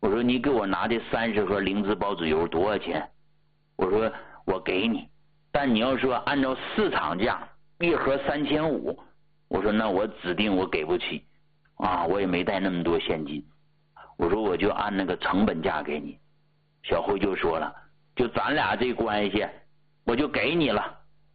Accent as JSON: {"language": "Chinese", "town": "Hegang", "region": "Heilongjiang", "country": "China", "tie": "born or raised there", "moved": "yes", "said": "我老家不黑龙江的吗？黑龙江鹤岗的，啊，那个地方冷"}